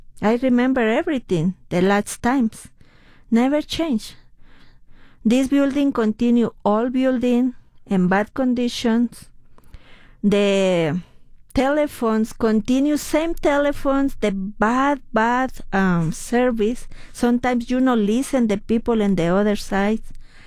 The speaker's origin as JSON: {"language": "English", "region": "Mexico City", "country": "Mexico", "second_language": "English", "moved": "as an adult", "lives_now": "United States", "said": "I'm from Mexico City. My husband worked in the public transport, similar here, RTD."}